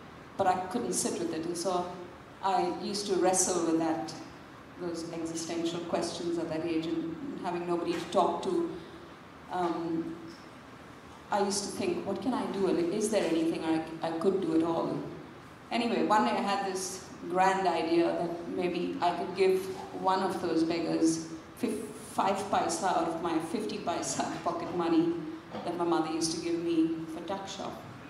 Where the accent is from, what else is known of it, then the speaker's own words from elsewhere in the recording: Mumbai, Maharashtra, India; So I guess, first of all, I come from India. I grew up in a really very small connected neighborhood on the outskirts of Mumbai in a little suburb called Chembur.